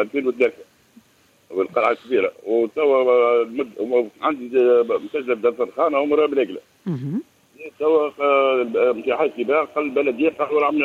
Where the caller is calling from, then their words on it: Kalaa Kebira, Sousse Governorate, Tunisia; من قرية كبيرة